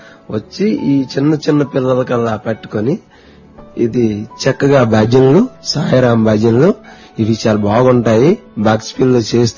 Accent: Odisha, India; born there; also born or lived in Markande village; టొబాక్స్ పెళ్లి మా తాతగారు ఊరు. నేను ఆ ఊరు పుట్టేవాడిని. మా తాతగారు ఊరు చిన్నప్పుడు ఆ ఊరు ఉండేవాళ్ళం.

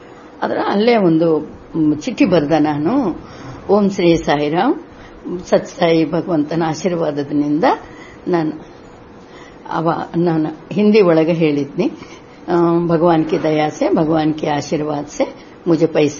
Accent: Andhra Pradesh, India; born there; Kannada is a second language; moved away; ನಾನು ಆಂಧ್ರದಲ್ಲಿ ಹುಟ್ಟಿರಕ್ಕೆ ನಾನು ಕನ್ನಡ ಬರ್ತಿದ್ದಿಲ್ಲ

